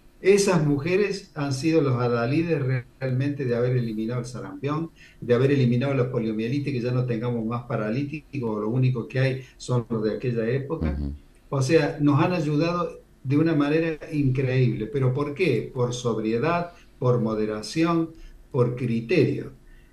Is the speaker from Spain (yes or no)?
no; Argentina; nosotros somos del interior?